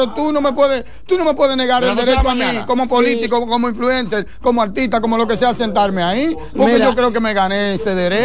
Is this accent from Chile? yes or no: no; Dominican Republic; como ciudadano, como dominicano